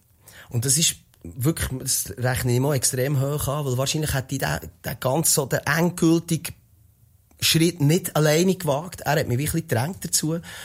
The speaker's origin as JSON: {"language": "German", "town": "Interlaken", "region": "Bern", "country": "Switzerland", "said": "Hey, nein, ich komme von Interlaken. Interlaken ist zwischen Thuner und Brienzersee den meisten Leuten als riesen Touristenort bekannt. Aber wenn man dort aufgewac"}